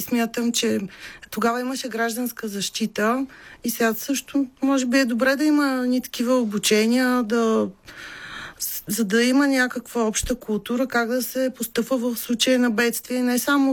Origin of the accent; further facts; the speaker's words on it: Svishtov, Veliko Tarnovo Province, Bulgaria; born there; Аз съм от Свищов